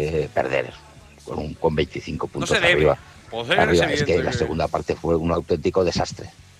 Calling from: Valencia, Valencian Community, Spain; de Valencia, precisamente en la zona de Marchalenes.

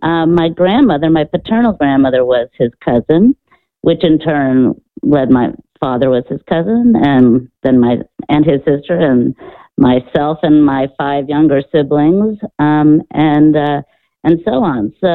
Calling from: Edmond, Oklahoma, United States; I am joining you from Oklahoma, Edmond, Oklahoma, to be specific, just north of Oklahoma City.

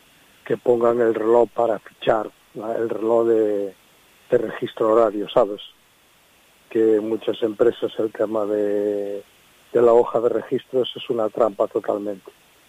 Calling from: Pontevedra, Galicia, Spain; Te llamo de Pontevedra

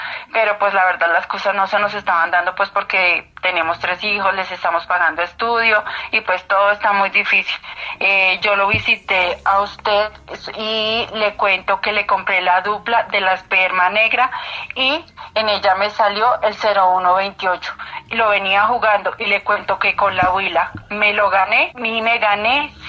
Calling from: Corrales, Boyacá, Colombia; Lo llamo desde Corrales, Boyacá.

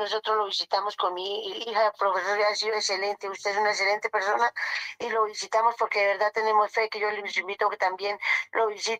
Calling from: Ciénega, Boyacá, Colombia; Estoy llamando acá de Ciénega, Boyacá.

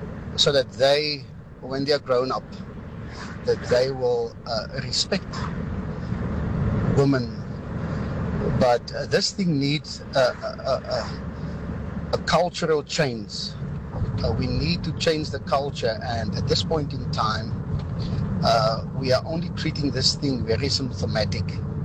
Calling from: South Africa

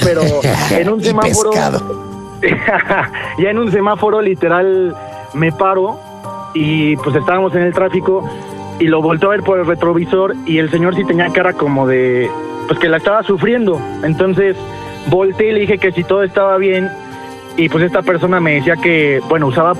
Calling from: Álvaro Obregón, Mexico City, Mexico; Desde el Álvaro Obregón, Diablito.

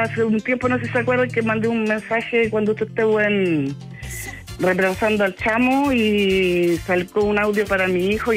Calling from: La Cisterna, Santiago Metropolitan Region, Chile; Yo vivo en La Cisterna.

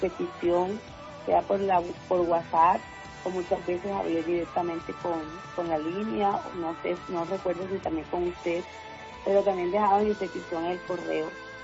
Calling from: Plato, Magdalena, Colombia; Yo vivo en Plato, pero mis hijos viven en Barranquilla. Yo vivo acá sola

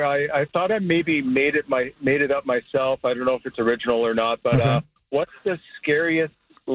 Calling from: Montreal, Quebec, Canada; Just out on the outskirts of Montreal

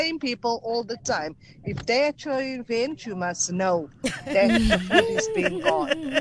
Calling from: Polokwane, Limpopo, South Africa; Good morning. This is … from Polokwane.

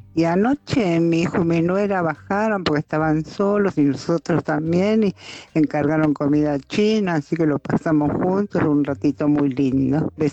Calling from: Buenos Aires, Argentina; de Flores.

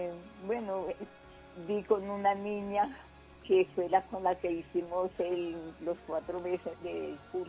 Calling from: Bogotá, Colombia; Estoy aquí en el sur de Bogotá

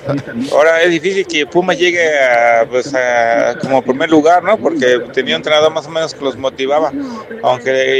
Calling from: Chalco, State of Mexico, Mexico; Aquí está chispeando en Chalco, está lloviendo el Estado de México.

